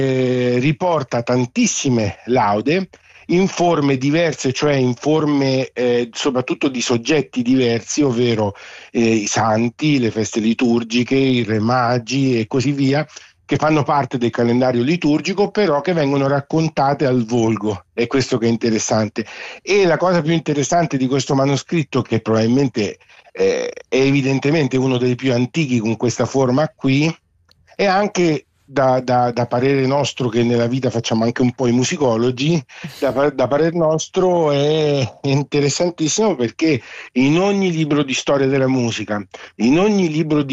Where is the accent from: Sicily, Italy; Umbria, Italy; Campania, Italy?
Umbria, Italy; accent: Umbrian